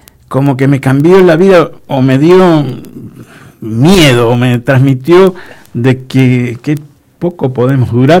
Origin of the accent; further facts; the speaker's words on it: Patagonia, Argentina; also born or lived in Buenos Aires; yo me doy cuenta que soy patagónico